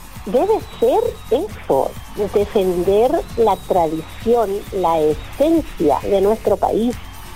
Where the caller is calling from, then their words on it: Chile; como buen chileno o buena chilena